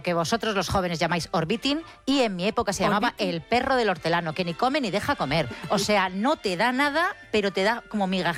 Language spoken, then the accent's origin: Spanish; Bilbao, Basque Country, Spain; Yo soy de Bilbao, de centro.